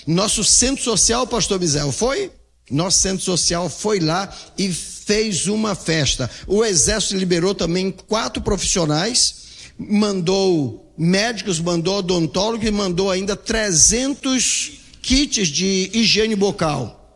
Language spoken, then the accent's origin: Portuguese; Brazil; nós nascemos no Brasil, uma nação abençoada por Deus